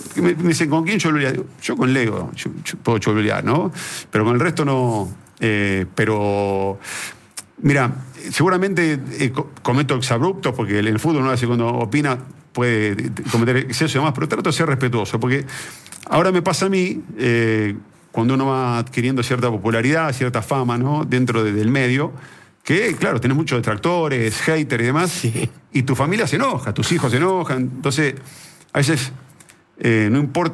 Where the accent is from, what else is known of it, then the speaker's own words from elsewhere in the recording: Argentina; Yo soy argentino.